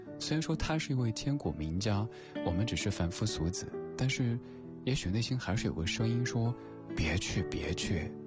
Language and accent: Chinese; China